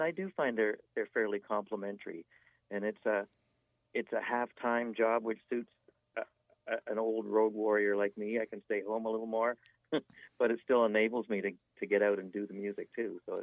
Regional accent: Guelph, Ontario, Canada; Yeah, I'm a city councillor now, and we're at my hometown of Guelph, Ontario.

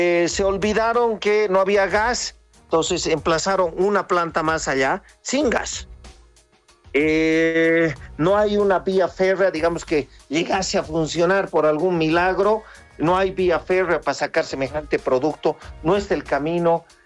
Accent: Potosí, Bolivia; Yo soy potosino.

